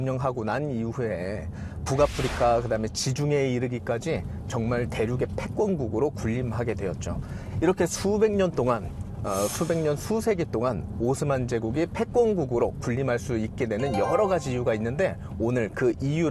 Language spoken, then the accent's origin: Korean; South Korea; 너도 여기 프린스니? 나도 한국에서 온